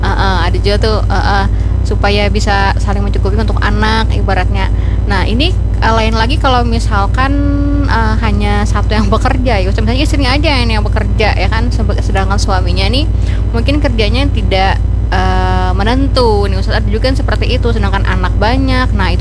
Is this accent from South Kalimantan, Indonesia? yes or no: yes; South Kalimantan, Indonesia; Amun ujir kita orang Banjar tuh jar Ibu Nana tadi kan